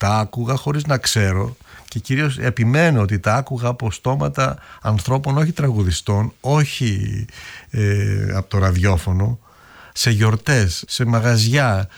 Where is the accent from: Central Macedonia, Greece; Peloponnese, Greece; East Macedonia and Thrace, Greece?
Peloponnese, Greece; Μετά όταν έμαθα ότι είμαι και εγώ από την Αρκαδία